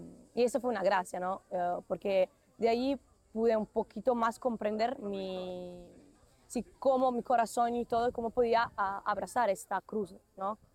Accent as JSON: {"language": "Spanish", "country": "Italy", "second_language": "Spanish", "lives_now": "Bosnia and Herzegovina", "said": "tengo 20 años. Soy de Italia y estoy aquí en Medjugorje por la segunda vez"}